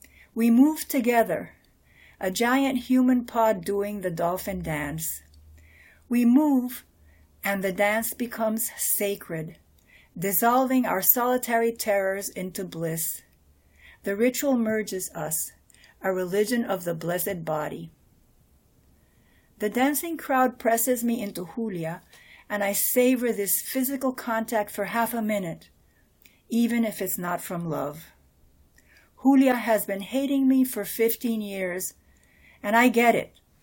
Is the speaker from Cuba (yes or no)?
yes; Cuba; because growing up in Cuba, and I don't know if this is the way it came to me or the way history was actually taught